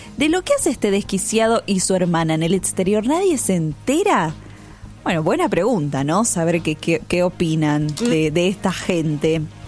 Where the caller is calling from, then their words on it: Recoleta, Buenos Aires, Argentina; Hola, chicas … de Recoleta.